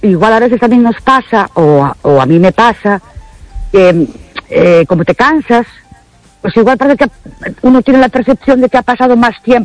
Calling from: Ourense, Galicia, Spain; Buenas noches … de Ourense.

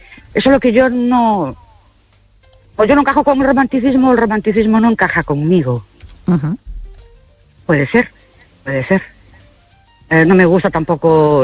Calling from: Ourense, Galicia, Spain; de Ourense.

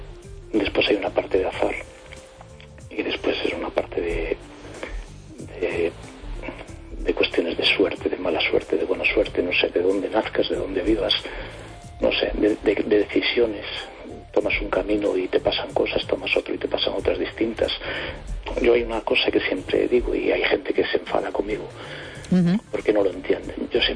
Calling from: A Coruña, Galicia, Spain; de Coruña.

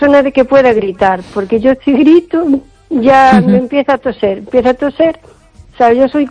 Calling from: O Carballiño, Galicia, Spain; de Carballiño.

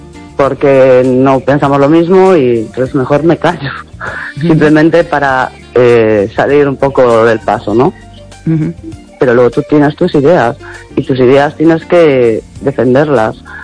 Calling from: Chapela, Galicia, Spain; Pues desde Chapela.

